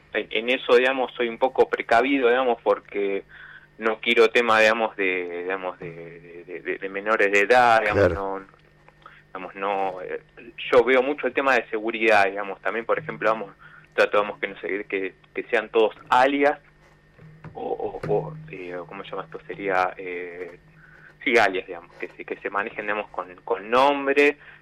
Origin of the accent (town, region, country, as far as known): Wilde, Buenos Aires Province, Argentina